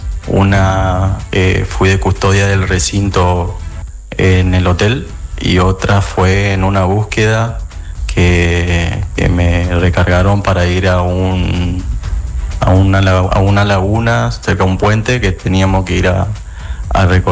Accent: Esquina, Corrientes, Argentina; born there; now in Goya, Argentina; En Esquina Corrientes. Ahora estoy prestando servicio en la Prefectura Goya y vivo en Goya.

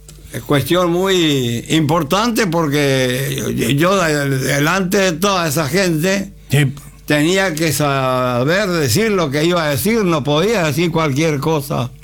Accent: Corrientes, Argentina; yo, que soy del interior, soy de Itibaté, no había luz.

